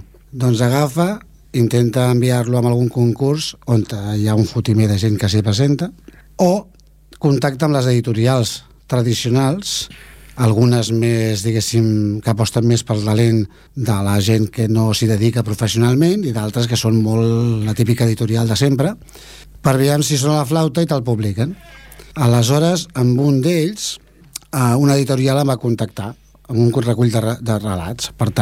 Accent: Esplugues de Llobregat, Catalonia, Spain; also born or lived in Barcelona; Sí, perquè jo vaig néixer a Barcelona, però evidentment perquè abans la gent naixia a Barcelona, però jo he viscut a Esplugues tota la vida. Sí.

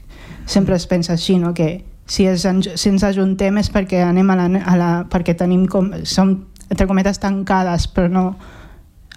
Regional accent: Catalonia, Spain; born there; jo sóc d'aquí, he nascut aquí.

